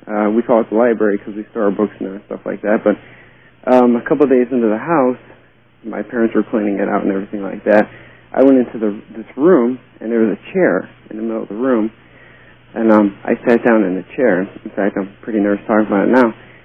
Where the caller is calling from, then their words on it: Illinois, United States; I'm actually right near Chicago.